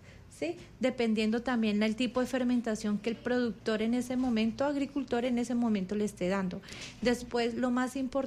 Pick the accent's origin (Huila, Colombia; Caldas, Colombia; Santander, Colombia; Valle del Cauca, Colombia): Huila, Colombia; Palermo; Yo soy de Palermo, entonces Palermo es mármol y pinto.